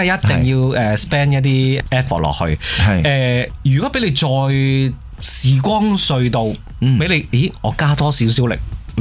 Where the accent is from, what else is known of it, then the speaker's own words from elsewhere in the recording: Hong Kong; 我哋香港人